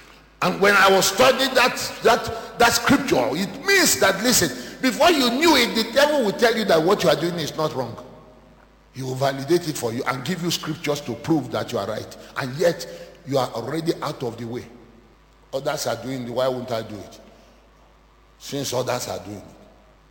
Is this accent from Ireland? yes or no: no; Nigeria; in our own clan as a Nigerian